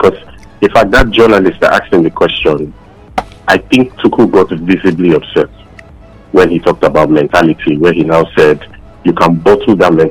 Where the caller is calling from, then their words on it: Lagos, Nigeria; I'm calling from inside Lagos